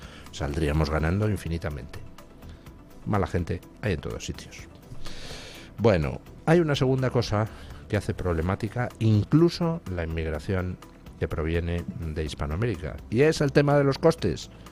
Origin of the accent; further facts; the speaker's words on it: Spain; no es solo que me fastidien la vida a quienes somos españoles o vivimos en España o viven en España desde hace muchísimo tiempo.